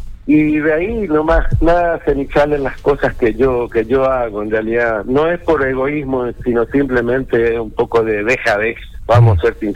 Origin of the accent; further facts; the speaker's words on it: Corrientes, Argentina; En Corrientes tenemos destacados festivales